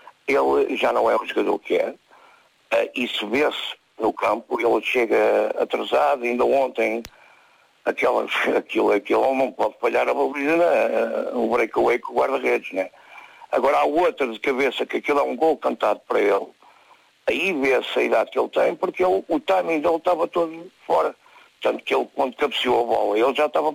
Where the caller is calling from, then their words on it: Portugal; eu também sou português